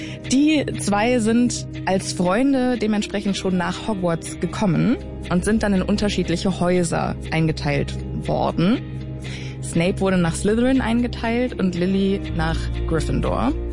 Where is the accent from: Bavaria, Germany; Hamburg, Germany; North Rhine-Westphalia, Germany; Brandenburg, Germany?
North Rhine-Westphalia, Germany; Borken; Land aufgewachsen, so viel. Ja, aber was ich da jetzt drauf einzahlen lasse, weil, also bei mir auf dem Land gab's die Buchhandlung Der Buchladen im Borken im Westfalen von Frau Balken.